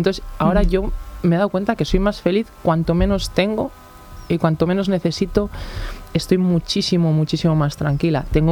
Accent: Cantabria, Spain; O sea, yo soy una persona que siempre se ha sentido muy orgullosa de donde soy. Uh-huh. Y tenía claro que yo cántabra iba a ser toda la vida, que da igual por donde viajase.

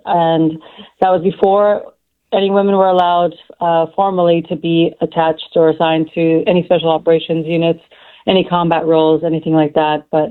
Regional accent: California, United States; also born or lived in Bahrain; So growing up in Bahrain and then eventually in California

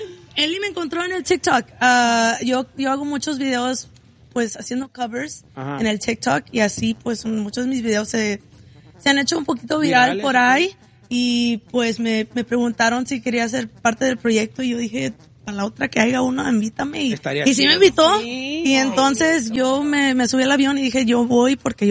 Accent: Portland, Oregon, United States; also born or lived in Salem; vengo desde Portland, Oregon. Pero no, yo estaba en Salem, Oregon, entonces una ciudad más, un poquito más chiquita.

